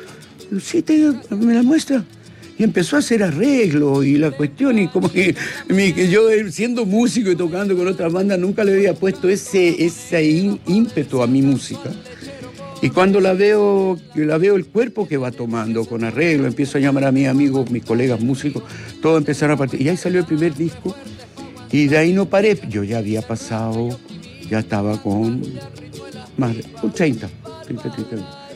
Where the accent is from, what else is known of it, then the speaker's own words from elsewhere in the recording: Italy; yo crecí en Italia, yo pasé mi adolescencia en Italia, entonces después volver a Europa y que yo sea sudaca y que sea extracomunitario